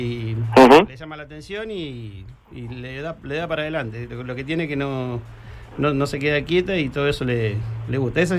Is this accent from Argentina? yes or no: yes; Rojas, Buenos Aires Province, Argentina; moved away; el hecho de haber contraído matrimonio, de haberlo querido hacer en mi pueblo natal